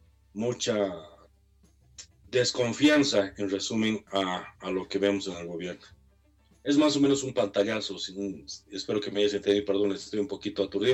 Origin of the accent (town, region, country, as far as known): Bolivia